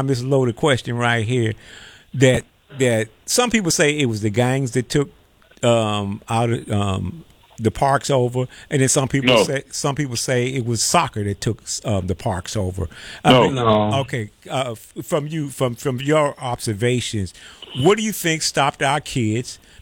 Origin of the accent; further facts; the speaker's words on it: Washington, District of Columbia, United States; now in Chicago, United States; I'm a growing up in Washington D.C.